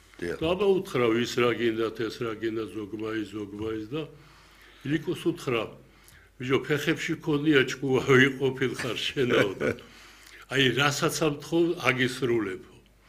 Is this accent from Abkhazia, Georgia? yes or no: no; Gori, Shida Kartli, Georgia; ქართველი ვარ, თანაც გორელი ვარ, მეჯვრისხეველი ვარ.